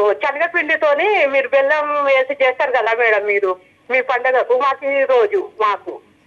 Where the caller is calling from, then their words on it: Kothagudem, Telangana, India; నేను కొత్తగూడెం బూర్దిగడ్డ నుంచి మేడం.